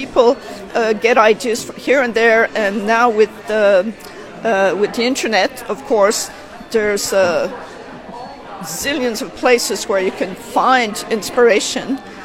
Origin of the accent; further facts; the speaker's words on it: Saint-Pierre, St. Pierre & Miquelon; now in Newfoundland, Canada; so I joined them because I'm from St. Pierre as well.